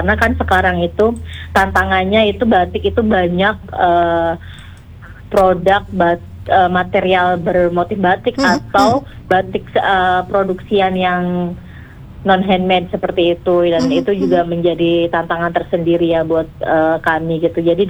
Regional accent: Pleret, Special Region of Yogyakarta, Indonesia; Kebetulan saya tumbuh di Pleret gitu ya, orang tua saya di Pleret. Jadi kanan kiri itu produsen batik ya.

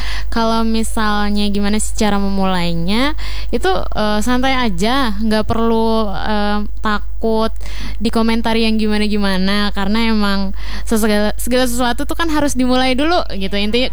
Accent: Central Kalimantan, Indonesia; Kebetulan kita emang isinya orang-orang asli Kalteng gitu. Jadi kita kalau bercanda, kalau ngobrol, chat-chatan juga masih pakai bahasa Dayak. Pun kalau … pribadi di rumah, pakai bahasa Dayak juga.

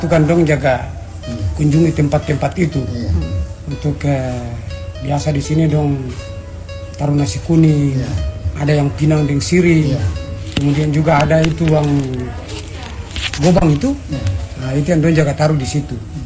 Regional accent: Weda, North Maluku, Indonesia; kita orang Weda ini kan dia beda dengan petani dengan maba.

